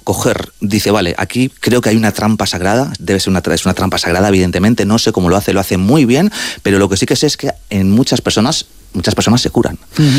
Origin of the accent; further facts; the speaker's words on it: Madrid, Community of Madrid, Spain; fíjate, mis padres son argentinos, yo soy madrileño.